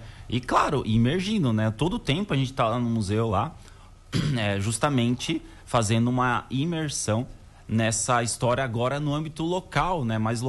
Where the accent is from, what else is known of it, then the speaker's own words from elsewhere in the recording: São Paulo, Brazil; moved away as an adult; also born or lived in Videira; now in Pinhalzinho, Brazil; Eu cheguei aqui no início de 2023, né? Eu sou de São Paulo, né? E para mim não foi uma realidade tão estranha, porque eu já morava aqui em Videira antes e vim para Pinhauzinho, né?